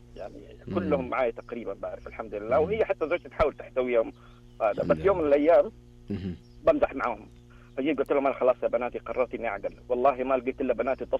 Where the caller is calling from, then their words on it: Dammam, Eastern Province, Saudi Arabia; اليوم احنا متحمسين من الدمام